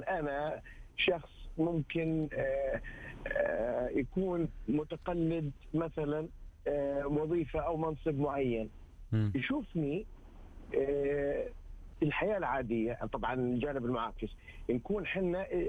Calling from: Riyadh, Riyadh Province, Saudi Arabia; من الرياض.

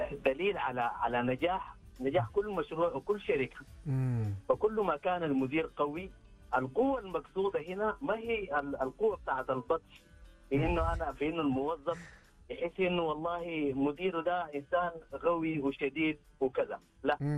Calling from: Jeddah, Makkah Province, Saudi Arabia

